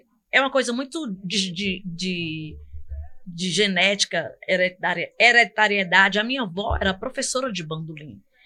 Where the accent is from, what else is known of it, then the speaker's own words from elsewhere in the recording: Fortaleza, Ceará, Brazil; eu sou fortalezense, né? Que eu nasci em Fortaleza, não nasci no interior, tá?